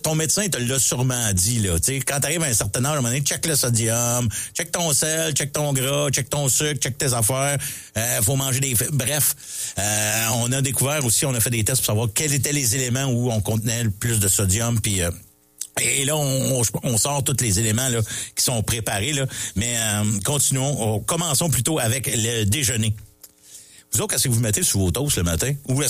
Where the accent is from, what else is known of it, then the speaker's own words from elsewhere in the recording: Mont-Saint-Hilaire, Quebec, Canada; J'ai de Mont-Saint-Hilaire. J'ai grandi, j'ai été à Mont-Saint-Hilaire une bonne partie de ma vie. C'est ce qu'il est la capitale à peu près de la pomme au Québec.